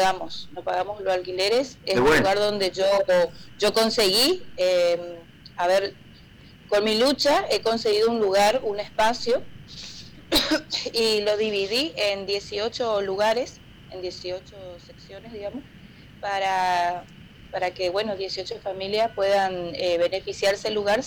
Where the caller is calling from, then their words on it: Puerto Esperanza, Misiones, Argentina; Estamos acá en Puerto Esperanza, soy de Puerto Esperanza, departamento Iguazú